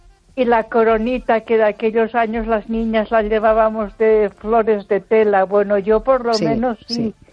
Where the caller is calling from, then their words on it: Ponferrada, Castile and León, Spain; de Ponferrada.